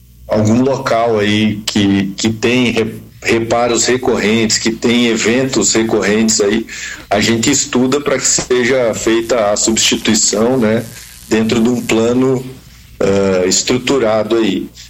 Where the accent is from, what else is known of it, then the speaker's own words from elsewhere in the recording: Videira, Santa Catarina, Brazil; now in Nova Prata, Brazil; Eu sou natural de Videira.